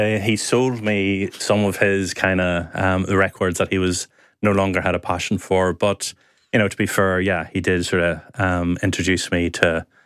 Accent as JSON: {"language": "English", "town": "Banbridge", "region": "Northern Ireland", "country": "United Kingdom", "also_born_or_lived": "London", "moved": "yes", "said": "near Bambridge Town in the County Down, which is where I'm from"}